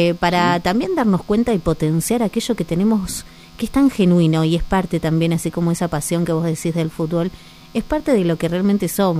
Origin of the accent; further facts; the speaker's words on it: Argentina; que reflejan también un poco quiénes somos los argentinos, ¿no?